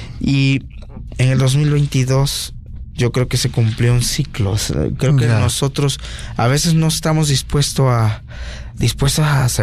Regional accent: Veracruz, Mexico; acuérdate que soy jarocho.

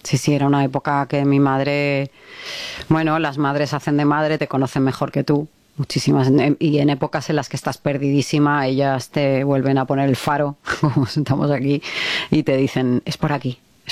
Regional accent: Balearic Islands, Spain; Y ahí dije, pues … soy de Mallorca y bueno, no sé dónde tal.

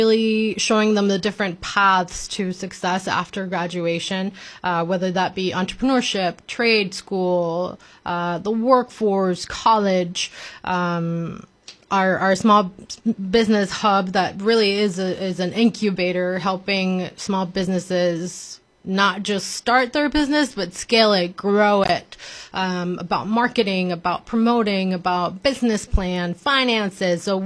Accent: Mexico; moved away as an adult; now in West Michigan, United States; Well, I'm an immigrant myself. I grew up in Mexico. I was born and raised in Mexico and only moved to West Michigan a few years ago.

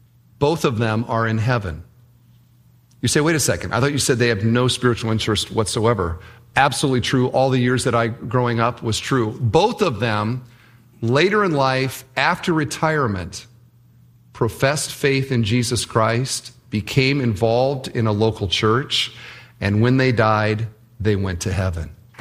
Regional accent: Cedar Falls, Iowa, United States; I grew up in Iowa. I grew up in Cedar Falls, Iowa. Not a big city by any means. Grew up just outside of town.

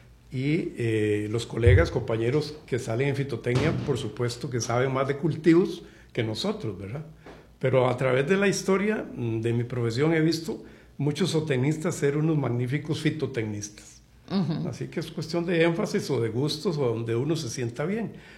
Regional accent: Tuluá, Valle del Cauca, Colombia; Bueno, yo soy oriundo del Pacífico Central, específicamente de Tuluá.

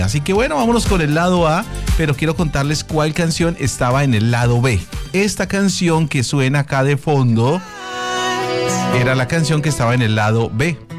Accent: Colombia; lo que nosotros en Colombia le decimos la pañoleta.

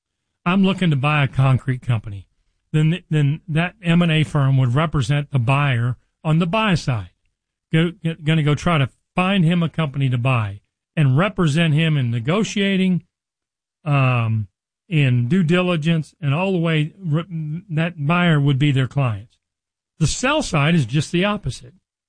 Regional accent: Richardson, Texas, United States; also born or lived in Nebraska; I grew up in Dallas. I've been here almost my entire life. I was born in Nebraska, but as a very young boy, my mom and dad moved us down from Nebraska to Dallas. I grew up in Richardson, and I've been in Dallas most of my life.

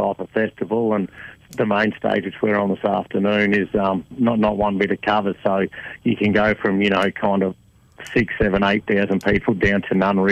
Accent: Sunshine Coast, Queensland, Australia; moved away as an adult; now in Brisbane, Australia; And I grew up on the Sunshine Coast where I am now.

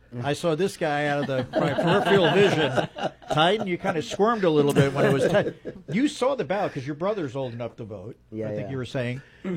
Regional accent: New Jersey, United States; moved away; I grew up in New Jersey

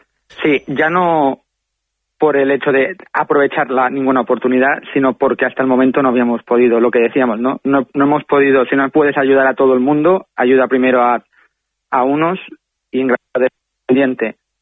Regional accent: Barcelona, Catalonia, Spain; born there; yo soy nacido en Barcelona, catalán, pero de madre caballa y de abuela, y digamos … de cuando existía el barrio Centenero.

